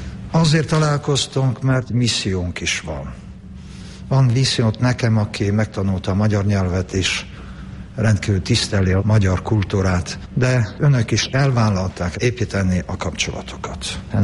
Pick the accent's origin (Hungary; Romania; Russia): Russia; Én, mint orosz ember, visszapillantok a hazám történetébe.